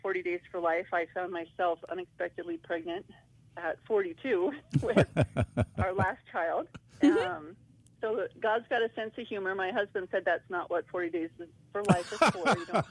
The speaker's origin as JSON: {"language": "English", "town": "Spokane", "region": "Washington", "country": "United States", "also_born_or_lived": "Seattle", "said": "I ended up in, I'm originally from the Spokane area, and I graduated college, and I entered into a law enforcement career, and I was in Seattle for over 18 years"}